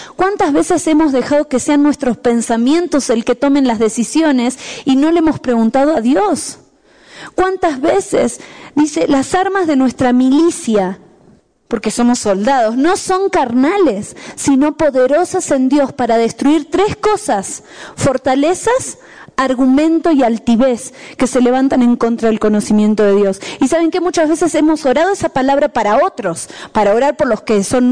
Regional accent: La Paz, Bolivia; born there; Por más que nací en La Paz, llego de vuelta a algo que no pueden respirar.

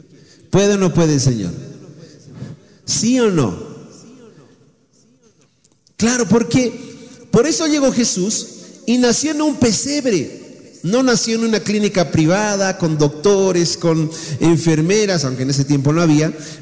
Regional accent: Bolivia; porque somos bolivianos.

